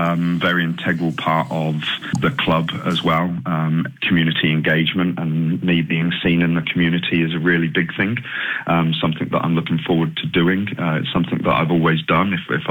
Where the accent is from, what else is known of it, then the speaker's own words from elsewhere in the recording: West Midlands, United Kingdom; born there; moved away; Well, I was born in just outside Birmingham